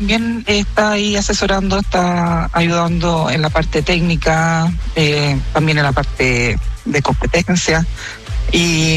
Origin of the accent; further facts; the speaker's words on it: Santiago, Santiago Metropolitan Region, Chile; No, soy de Santiago, Santiago.